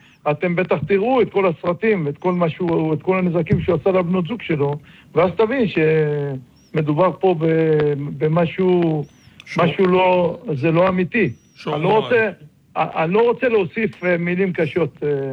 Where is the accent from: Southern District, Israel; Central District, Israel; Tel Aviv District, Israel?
Central District, Israel; Netanya; אצלנו בנתניה